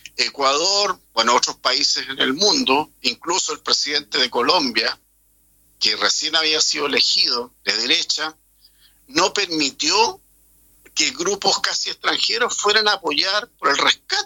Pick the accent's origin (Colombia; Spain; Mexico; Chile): Chile; Chillán, Ñuble; born there; yo soy de Chillán para el campo, yo nací en el campo y nací con una partera.